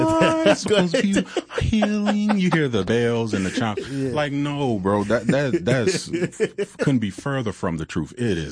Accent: Chattanooga, Tennessee, United States; being a young black male growing up in Chattanooga, single mom.

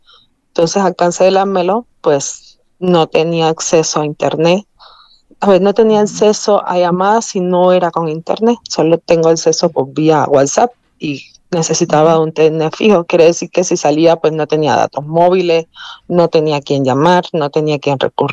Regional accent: Cuba; now in Mexico; soy de origen cubano, soy de origen cubano. Llegué aquí en el año 2017 con beca CONACYT para la maestría de energía en la UNAM.

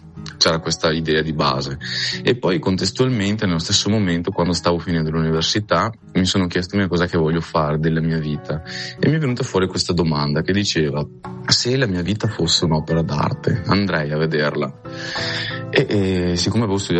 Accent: Veneto, Italy; accent: Venetian; sono veneto come avrete capito dall'accento

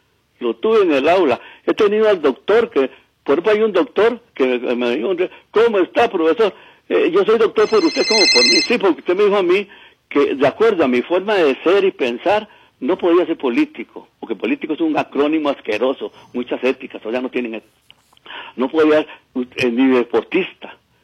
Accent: Costa Rica; yo me pongo a pensar como costarricense

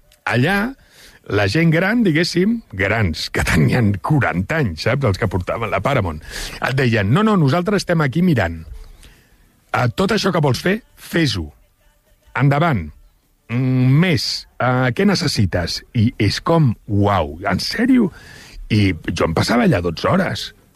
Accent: Catalonia, Spain; I jo pensava, és perquè sóc català.

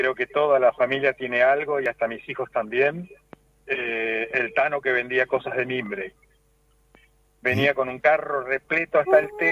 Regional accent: Villa Libertad, Entre Ríos, Argentina; No, nosotros venimos de Entre Ríos, de un pueblito cercano a Chajarí.

